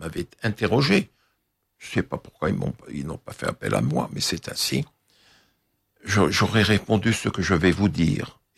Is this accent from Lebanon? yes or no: yes; Lebanon; Je suis Libanais. Je connais cet homme.